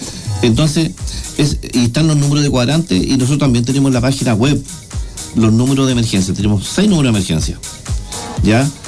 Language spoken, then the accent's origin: Spanish; Viña del Mar, Valparaíso, Chile; now in Cañete, Chile; Yo vengo de Viña del Mar y nunca vi, ¿cierto?, el compromiso de los bomberos que tienen aquí en Cañete.